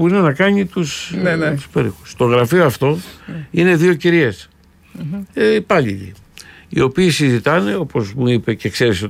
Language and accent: Greek; Patras, Western Greece, Greece; Είμαι διευθυντής σε μια εφημερίδα, μεγάλη εφημερίδα στην επαρχία, γιατί επαρχιώτης είμαι εγώ από την Πάτρα.